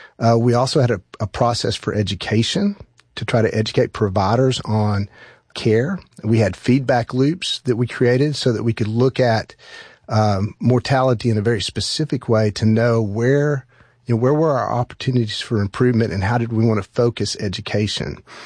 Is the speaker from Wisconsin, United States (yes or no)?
no; Fort Smith, Arkansas, United States; went back to work near my hometown in Fort Smith.